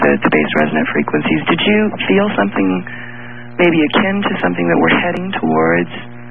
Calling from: Denver, Colorado, United States; I'm from Denver.

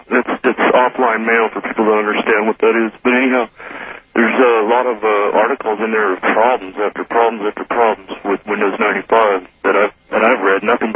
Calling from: Sacramento, California, United States; from Sacramento.

